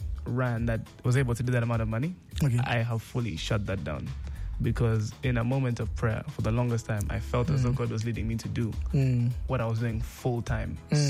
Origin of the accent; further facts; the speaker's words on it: South Sudan; I'm from South Sudan.